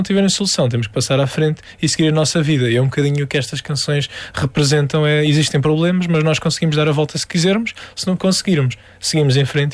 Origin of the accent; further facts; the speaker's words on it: Algarve, Portugal; olha, eu sou algarvio, isto sou eu.